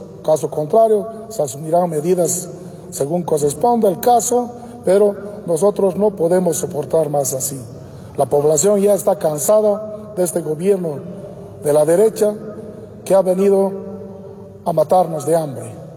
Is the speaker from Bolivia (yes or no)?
yes; Sacaba, Cochabamba, Bolivia